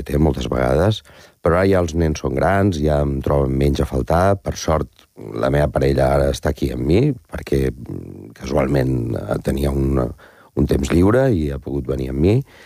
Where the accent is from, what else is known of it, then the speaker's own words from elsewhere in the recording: Valencian Community, Spain; also born or lived in Barcelona; anirem a la meva terra, anirem al Coll, que és el meu poble, és casa meva